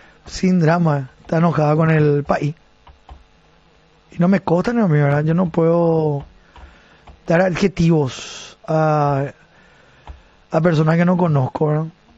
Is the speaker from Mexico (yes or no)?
no; Limpio, Central, Paraguay; Yo soy norteño … de Limpio, del Tapo A, Paraguay.